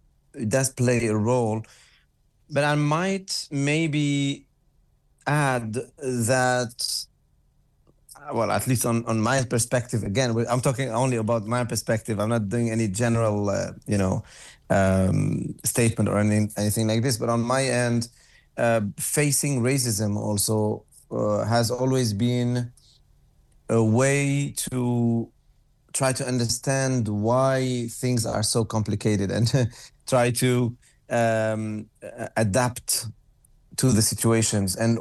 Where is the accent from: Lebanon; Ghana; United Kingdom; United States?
Lebanon; now in Europe; me because I come from Lebanon and I live in Europe or anything like that.